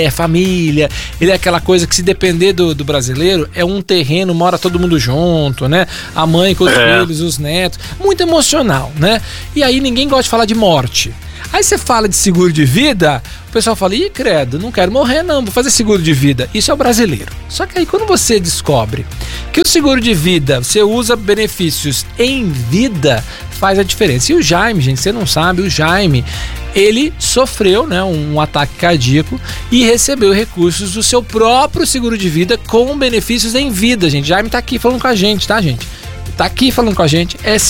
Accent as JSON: {"language": "Portuguese", "country": "Brazil", "moved": "as an adult", "lives_now": "United States", "said": "Eu sou brasileiro, mas estou nos Estados Unidos"}